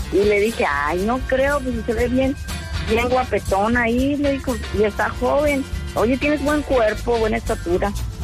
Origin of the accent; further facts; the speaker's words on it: Tepatitlán, Jalisco, Mexico; Mandé, yo soy de Jalisco, de Tepatitlán, Jalisco.